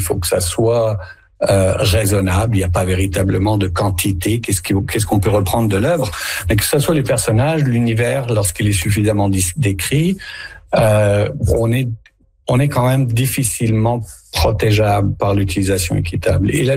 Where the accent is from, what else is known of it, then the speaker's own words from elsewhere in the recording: Canada; chez nous au Canada